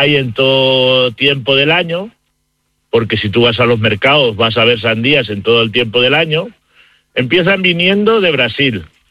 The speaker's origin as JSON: {"language": "Spanish", "country": "Spain", "said": "Porque yo soy español y mi mujer es brasileña."}